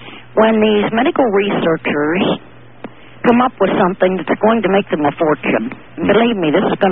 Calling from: Meadville, Pennsylvania, United States; I'm calling from Meadville, Pennsylvania.

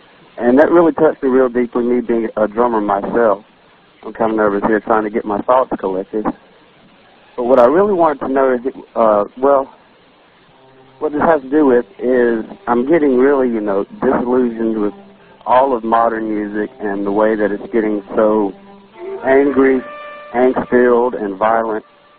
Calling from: Cleveland, Mississippi, United States; from Cleveland, Mississippi.

